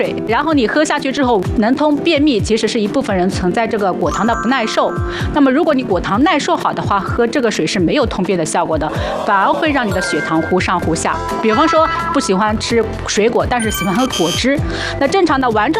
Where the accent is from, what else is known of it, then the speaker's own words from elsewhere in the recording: China; 我们中国人